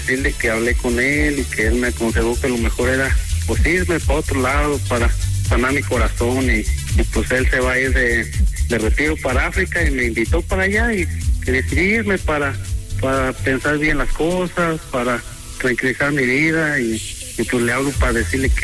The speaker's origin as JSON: {"language": "Spanish", "region": "State of Mexico", "country": "Mexico", "lives_now": "United States", "said": "Del sur del Estado de México, de un político que se llama Tezcatitlán."}